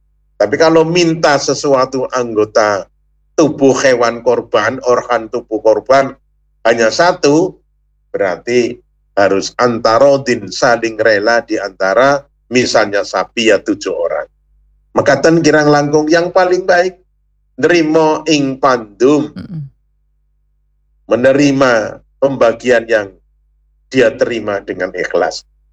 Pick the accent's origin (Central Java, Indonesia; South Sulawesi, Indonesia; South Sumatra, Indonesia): Central Java, Indonesia; Banyumas; bahasa kita orang Banyumas tidak ngarani